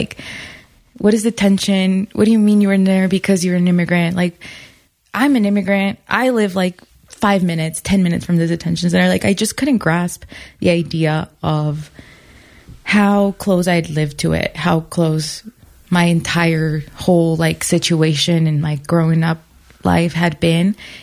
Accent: Aurora, Colorado, United States; also born or lived in Jamaica; I grew up on Colfax and Moline. So I grew up in Aurora, right? On Colfax. And we lived on Colfax in Jamaica when we first arrived.

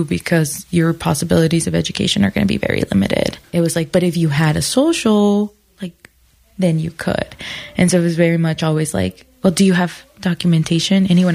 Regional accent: Aurora, Colorado, United States; I grew up on Colfax and Moline. So I grew up in Aurora, right? On Colfax. And we lived on Colfax in Jamaica when we first arrived. So we never moved out of like that area, essentially.

